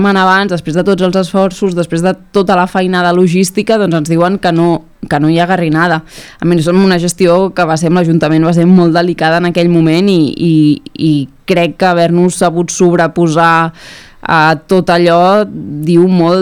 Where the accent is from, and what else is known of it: Argentona, Catalonia, Spain